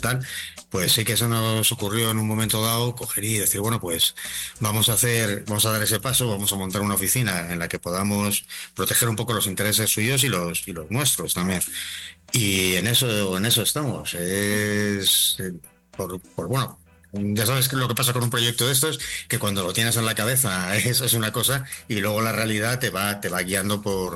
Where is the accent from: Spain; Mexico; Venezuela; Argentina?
Spain; Gijón, Asturias; moved away as an adult; Del norte, de Gijón.